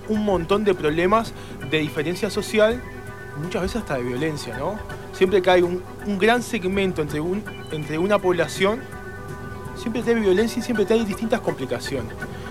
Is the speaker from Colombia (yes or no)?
no; Uruguay